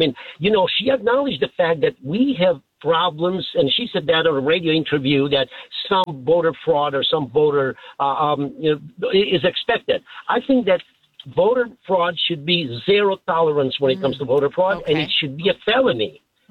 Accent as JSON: {"language": "English", "country": "Albania", "tie": "born or raised there", "second_language": "English", "moved": "yes", "lives_now": "United States", "said": "I was born and raised in a communist Albania. I came to the United States as a refugee with my family. I didn't speak a word of English at that time."}